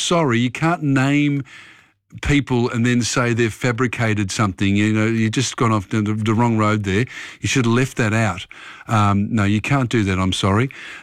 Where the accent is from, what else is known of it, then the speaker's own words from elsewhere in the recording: Australia; Yes, we're Australian